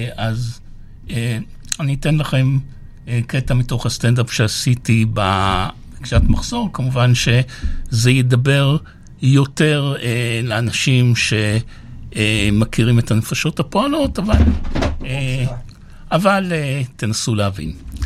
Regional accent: Haifa, Haifa District, Israel; born there; also born or lived in Ramat Gan; אני יליד ותושב חיפה, חזרתי אל חיפה אחרי שנים שלא הייתי שם, אפילו הייתי תקופה מסוימת פה ברמת גן בגלות

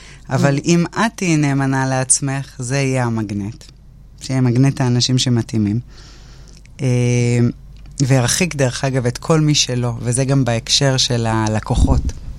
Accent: Tiberias, Northern District, Israel; כי גדלתי בטבריה, של שנות ה-80.

